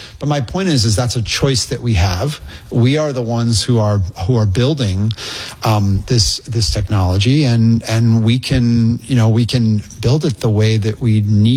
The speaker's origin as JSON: {"language": "English", "region": "Indiana", "country": "United States", "said": "Look, I'm a skateboarder from Indiana."}